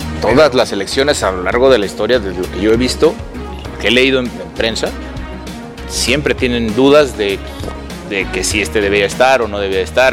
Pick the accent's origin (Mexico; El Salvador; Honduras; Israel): Mexico; Porque esto es México, lo que estamos viviendo es México. Nosotros somos ese país